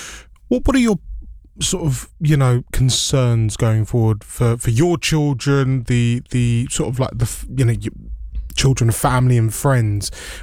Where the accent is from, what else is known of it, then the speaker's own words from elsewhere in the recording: London, United Kingdom; I grew up in Wembley